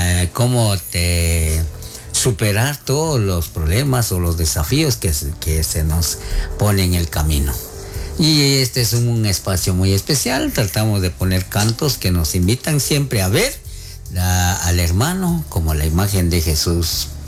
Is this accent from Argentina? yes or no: no; Alta Verapaz, Guatemala; como guatemaltecos, como alta verapacenses